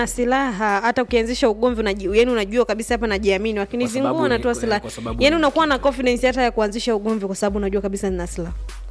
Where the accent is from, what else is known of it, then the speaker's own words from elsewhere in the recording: Iringa, Tanzania; Mimi natokea Iringa.